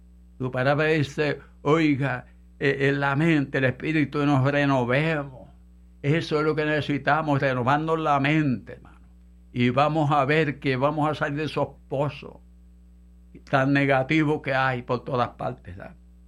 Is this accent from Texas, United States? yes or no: yes; San Benito, Texas, United States; Mi esposa y yo, ¿verdad?, somos de aquí de San Benito